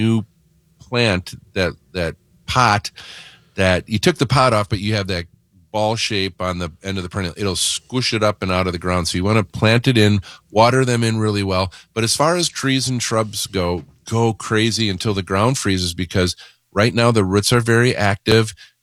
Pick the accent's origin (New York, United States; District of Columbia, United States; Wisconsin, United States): Wisconsin, United States; Mukwonago; I was born and raised in Maguanago